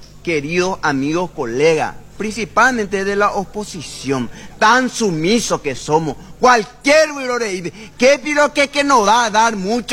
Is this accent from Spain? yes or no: no; Paraguay; como paraguayo y liberal